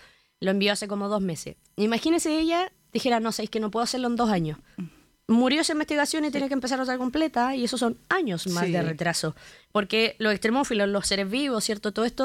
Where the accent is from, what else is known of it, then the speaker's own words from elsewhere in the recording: Osorno, Los Lagos, Chile; moved away; Yo soy nacida y criada en Osorno, estoy acá también intermitentemente